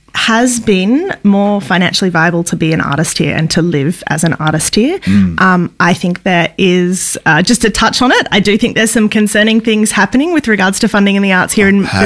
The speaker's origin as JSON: {"language": "English", "town": "Brisbane", "region": "Queensland", "country": "Australia", "tie": "born or raised there", "moved": "as an adult", "lives_now": "Melbourne, Australia", "said": "a first-generation Australian. Mum's Northern Irish Catholic. Dad's a Goan Indian man. I grew up in Brisbane. They moved to Australia in about the 70s. I was born in the 80s."}